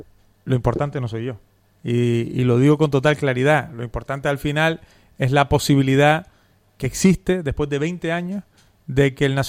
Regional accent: Telde, Canary Islands, Spain; Además vengo de Telde. Por lo tanto, he sido concejal 6 años.

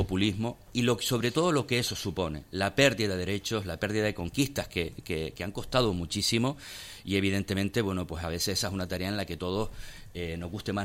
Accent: Temisas, Canary Islands, Spain; yo soy de Temisa, ha sido alcalde de Agüime y lo conozco desde

